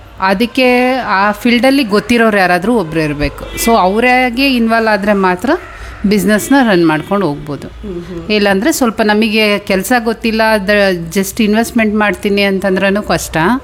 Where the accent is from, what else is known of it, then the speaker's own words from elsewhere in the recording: Bhadravati, Karnataka, India; moved away as an adult; now in Shivamogga, India; ನಾವು ಹುಟ್ಟಿದ್ದು ಭದ್ರಾವತಿ ನಿರ್ಮಲ ನರಸಿಂಹಮ್ಮಲ್ಲಿ. So education ಎಲ್ಲ ಅಲ್ಲೇ ಆಗಿದ್ದು, ಮ್ಯಾರೇಜ್ ಆಗಿದ್ದು ಶಿವಮೊಗ್ಗ.